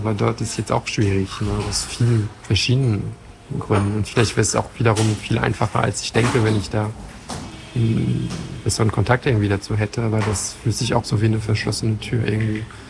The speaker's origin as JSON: {"language": "German", "country": "France", "tie": "born or raised there", "moved": "yes", "said": "ich komme ja aus Frankreich ursprünglich."}